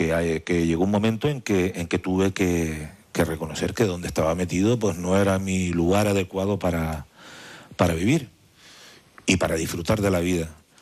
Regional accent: Güímar, Canary Islands, Spain; Vine de la unión de un hombre y una mujer, normal y corriente, de Güímar

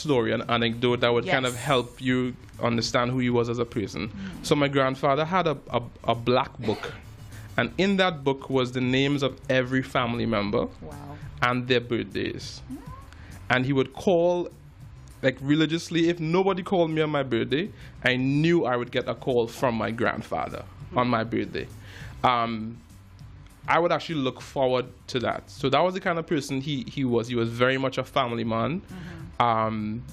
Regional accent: Port of Spain, Trinidad & Tobago; moved away as an adult; also born or lived in United States; now in Toronto, Canada; I grew up in Belmont, Trinidad. I grew up around culture. Grew up, a 50-minute walk to the Savannah.

